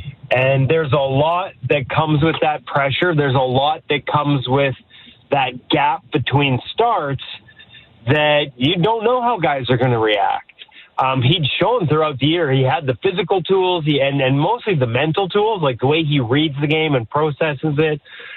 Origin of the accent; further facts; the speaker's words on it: Vancouver, British Columbia, Canada; I'm not doing as good as Pat is right about now in my hometown of Vancouver.